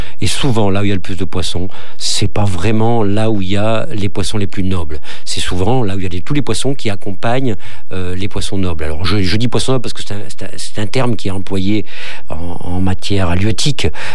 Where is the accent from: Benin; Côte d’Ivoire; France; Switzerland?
France; Chez nous, en France